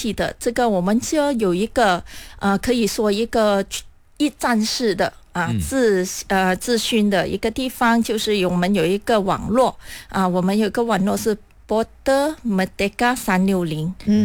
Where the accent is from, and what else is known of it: Malaysia